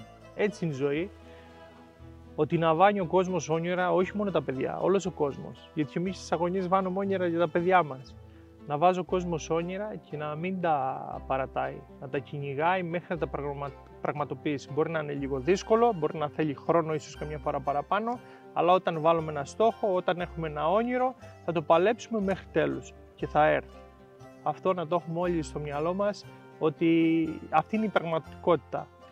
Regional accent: Greece; Ένα χωριό που δεν το απαρνήθηκα ποτέ, παρόλο που είχα προτάσεις να φύγω και στο εξωτερικό και χώρια να φύγω κάπου αλλού. Έχω γεννηθεί, έχω μεγαλώσει, έχω γαλουγηθεί εδώ μέσα.

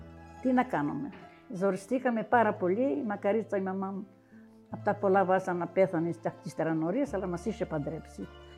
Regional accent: Vorizia, Crete, Greece; Εγώ ήμουν και από τα Βορίζα, δεν ήξερα και πολλά.

